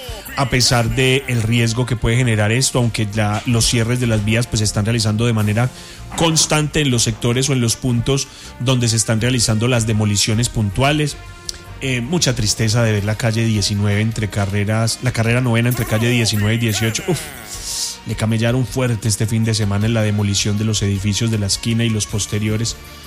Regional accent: Pereira, Risaralda, Colombia; Eso es lo que somos los pereiranos, resilientes. Eso es lo que somos los risaraldenses.

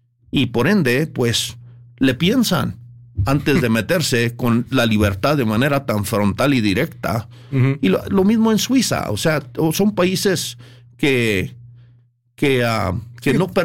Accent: Chihuahua, Mexico; Yo nací en Chihuahua y pues realmente me considero mexicano. Ajá. Yo pudiendo salir del país, no lo he hecho porque yo amo a México y tengo sangre indígena, de hecho.

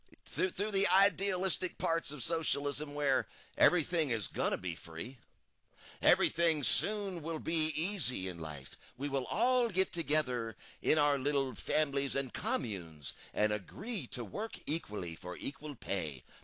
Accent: Atlanta, Georgia, United States; I grew up in Buckhead, Austin. I was a spoiled brat growing up.

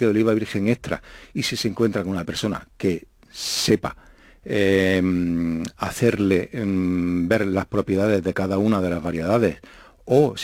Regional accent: Jaén, Andalusia, Spain; somos de Jaén y sabemos de aceite.

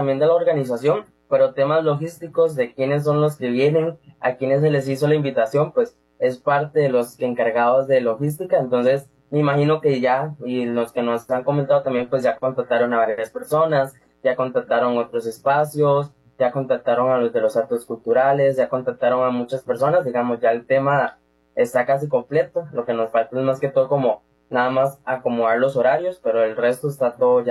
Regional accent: Limón, Costa Rica; Soy de Limón Centro.

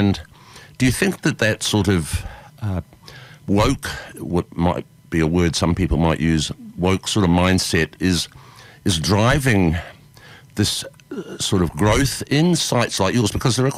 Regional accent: Dunedin, Otago, New Zealand; now in Australia; they played in my hometown of Dunedin in 1922.

